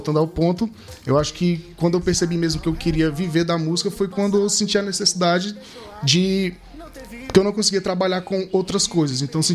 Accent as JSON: {"language": "Portuguese", "town": "São João da Fronteira", "region": "Piauí", "country": "Brazil", "tie": "born or raised there", "moved": "yes", "said": "Eu carrego muito, muito dentro de mim os costumes da minha cidade, da minha terra lá do Piauí."}